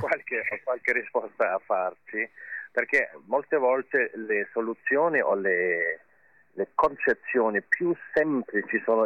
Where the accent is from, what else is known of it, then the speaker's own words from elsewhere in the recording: Vienna, Austria; Anch'io sono di Vienna, sono a Vienna, ma è un nome italiano.